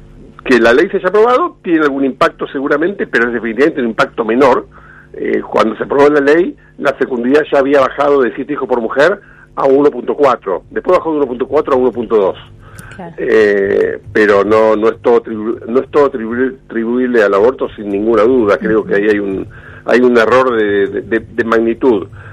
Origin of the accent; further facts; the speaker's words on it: Argentina; Hoy somos en Argentina, unos 47 millones.